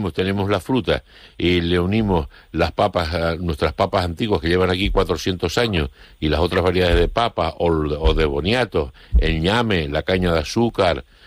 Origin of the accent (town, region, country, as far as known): Canary Islands, Spain